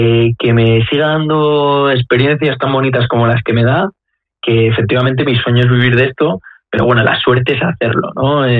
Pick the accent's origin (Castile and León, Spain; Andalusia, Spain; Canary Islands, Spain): Castile and León, Spain; Burgos; yo soy de Burgos ciudad, pero mi pueblo, que se llama Quintana Virgo, pues hay muchísima, muchísima gente vasca y bueno, que tenemos ahí carácter del norte y se nota un montón.